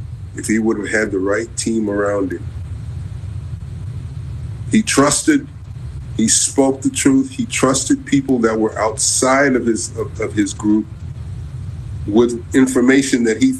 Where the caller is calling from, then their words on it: Virginia Beach, Virginia, United States; Virginia Beach, Virginia.